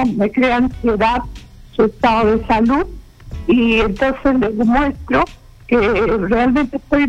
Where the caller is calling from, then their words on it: Lima, Peru; De Pueblo Libre.